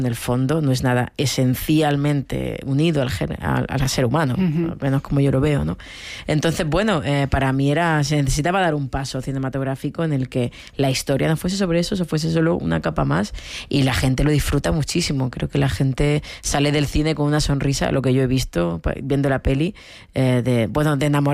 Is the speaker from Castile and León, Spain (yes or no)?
no; Níjar, Andalusia, Spain; recuerdo el día que llegué a Níjar con 3 años. Sí, estuve pues toda mi infancia y la mayor parte de mi adolescencia en Níjar y mi familia sigue viviendo allí.